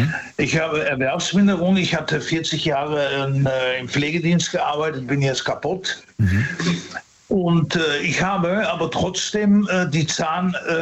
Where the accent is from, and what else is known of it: Netherlands; now in Dortmund, Germany